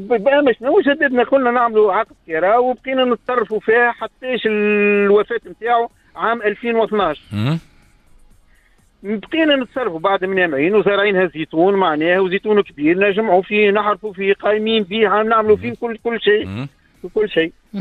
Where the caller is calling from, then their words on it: Mnihla, Ariana Governorate, Tunisia; من المنيهلة.